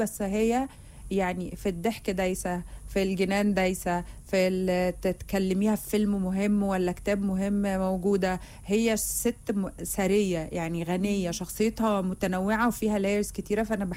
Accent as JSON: {"language": "Arabic", "country": "Jordan", "said": "عندنا في الاردن ردح مالوش"}